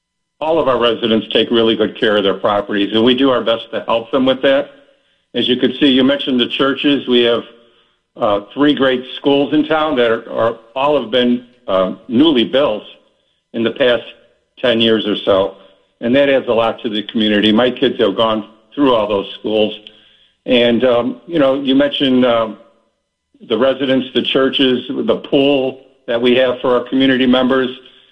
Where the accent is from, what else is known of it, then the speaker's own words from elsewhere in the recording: Chicago, Illinois, United States; moved away as an adult; now in Schiller Park, United States; I grew up in Chicago and never thought about Schiller Park at the time, but because of work, my wife found the place out here. … moved us out here over 45 years ago, and it became home